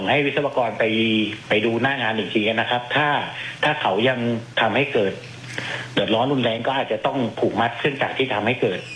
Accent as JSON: {"language": "Thai", "region": "Narathiwat", "country": "Thailand", "moved": "yes", "lives_now": "Chonburi, Thailand", "said": "มาจากนราธิวาสครับ"}